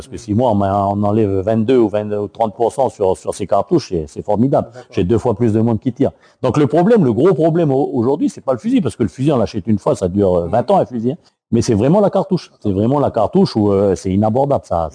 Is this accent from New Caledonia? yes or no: yes; New Caledonia; c'est ça qu'on vise en tous les cas quand on est calédonien.